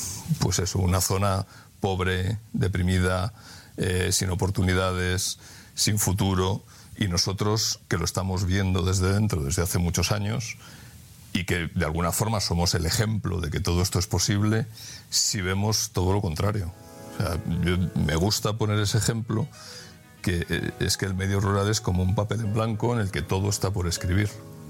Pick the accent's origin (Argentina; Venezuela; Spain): Spain; Madrid, Community of Madrid; born there; moved away as an adult; now in Sayago, Spain; nosotros ya no decimos que somos madrileños. Nosotros éramos madrileños y nuestra vida ha cambiado y ahora sí, nacimos en Madrid.